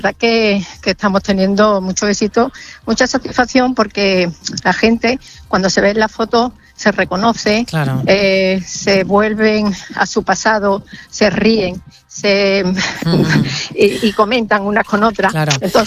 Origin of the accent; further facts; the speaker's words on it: Bellavista, Spain; born there; yo soy nacida aquí en Bellavista